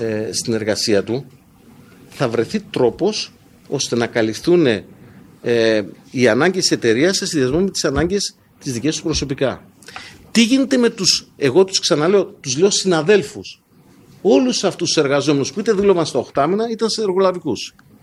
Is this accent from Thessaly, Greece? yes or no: no; Ptolemaida, Western Macedonia, Greece; στην πόλη μου, στην Τολεμαΐδα